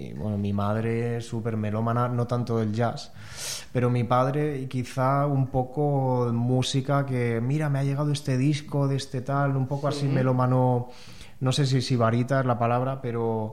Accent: Villena, Valencian Community, Spain; Saxofonista de Villena. Me crié aquí, en Las Malvas

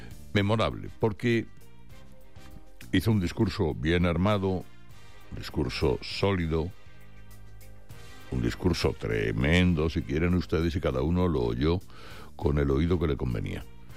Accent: Catalonia, Spain; Yo soy catalana como Gaudí.

